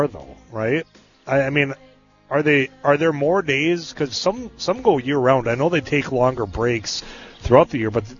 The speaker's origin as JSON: {"language": "English", "town": "Leeds", "country": "United States", "tie": "born or raised there", "said": "Now, we grew up in Leeds across from the pool, right?"}